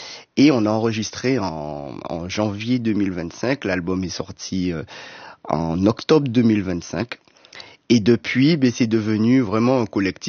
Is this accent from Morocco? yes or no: no; Guadeloupe; Moi, je suis de la Guadeloupe, et donc du coup, on a fait une musique autour de ça, un mix de tout ça.